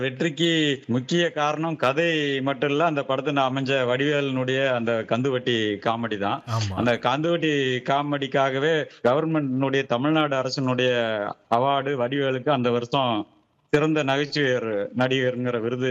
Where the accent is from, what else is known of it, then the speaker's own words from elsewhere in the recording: Salangapalayam, Tamil Nadu, India; சலங்கைத்துறைங்கிறது ஈரோடு மாவட்டத்தில் இருக்கிற சலங்கபாளையம்னு ஒரு கிராமம். அந்த கிராமம் வந்து கோபி சிட்டி பாளையத்துக்கு மிக அருகில் இருக்குது. அந்த ஊர்ல … தம்பதிக்கு நான் வந்து மகனா பிறந்தேன் சார்.